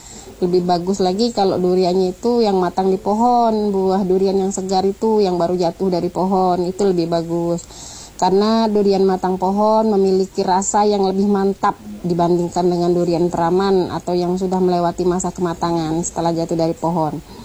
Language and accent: Indonesian; Riau, Indonesia; born there; moved away as an adult; now in Jambi, Indonesia; daerah kelahiran saya di Riau